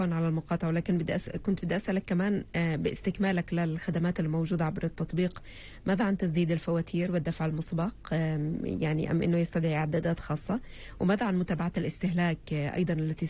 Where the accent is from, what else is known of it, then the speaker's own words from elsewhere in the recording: Palestine; في ظل التحديات اللي بتواجهنا نحن كفلسطينيين في إدارة الموارد المائية